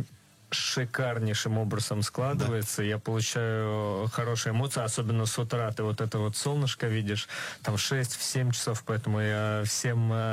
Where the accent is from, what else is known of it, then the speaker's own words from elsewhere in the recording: Shebutyntsi, Chernivtsi Oblast, Ukraine; born there; Родился в деревне на Украине.